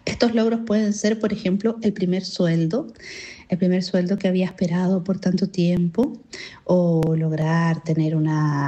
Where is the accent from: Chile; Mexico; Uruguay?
Chile; moved away as an adult; now in Havana, Cuba; soy chilena, psicóloga transpersonal